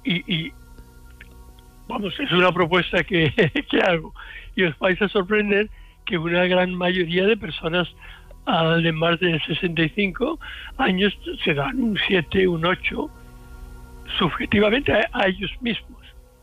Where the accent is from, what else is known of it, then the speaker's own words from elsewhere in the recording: Seville, Andalusia, Spain; born there; No, yo nací en Sevilla y mi madre era del norte de Santander.